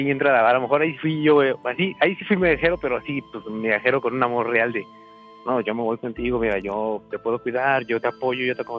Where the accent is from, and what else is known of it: Mexico City, Mexico; born or raised there; now in Veracruz, Mexico